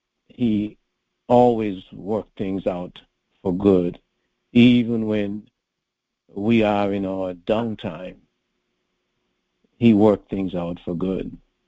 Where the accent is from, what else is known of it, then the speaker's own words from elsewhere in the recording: Grenada; I was born and raised in Grenada.